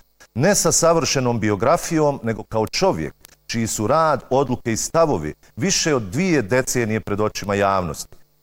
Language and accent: Bosnian; Srebrenica, Republika Srpska, Bosnia & Herzegovina; moved away; also born or lived in United States; rođen sam u Srebrenici. Poslije rata život me je odveo sve do Amerike. Tamo sam se školovao, radio, gradio život. I mogao sam ostati. Ali 2005. godine odlučio sam da se vratim kući, u Srebrenicu gdje i danas živim.